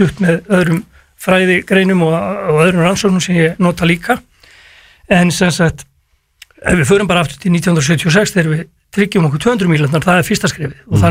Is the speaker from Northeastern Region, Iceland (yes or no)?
yes; Dalvík, Northeastern Region, Iceland; þá er ég fættur upp á Dalvík, sjávarplássi, sjómenn í allt í kringum mig og byrjaði að snemma með afa á trillu